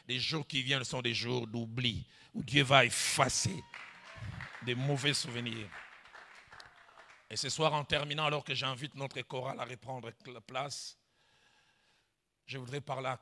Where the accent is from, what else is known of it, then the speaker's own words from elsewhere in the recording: Lausanne, Vaud, Switzerland; j'ai grandi à Lausanne.